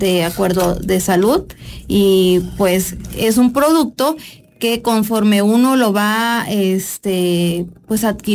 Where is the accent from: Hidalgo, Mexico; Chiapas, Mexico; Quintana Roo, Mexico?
Chiapas, Mexico; como chiapanecos tenemos que consumir lo nuestro.